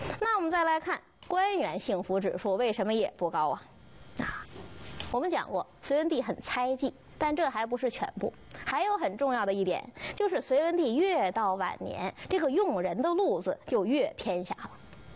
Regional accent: China; 我们中国人

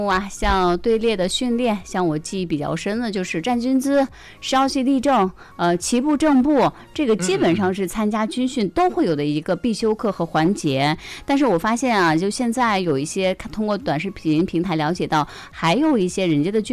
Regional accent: China; 我们中国人

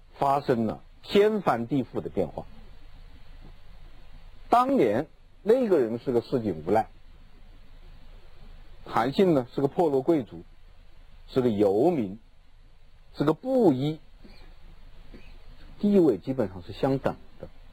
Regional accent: China; 我们中国人的文化心理是同情弱者

